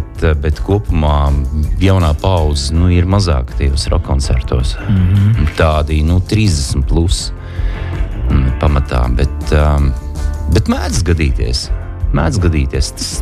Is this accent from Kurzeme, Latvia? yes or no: yes; Liepāja, Kurzeme, Latvia; Es no Liepājas nāku